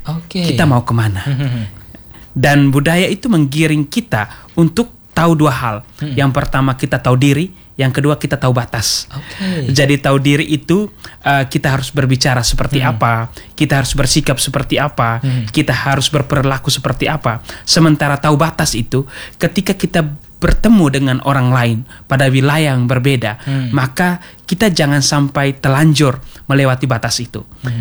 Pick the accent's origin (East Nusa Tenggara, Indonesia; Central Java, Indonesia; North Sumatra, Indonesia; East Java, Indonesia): East Nusa Tenggara, Indonesia; now in Kupang, Indonesia; kami orang Sika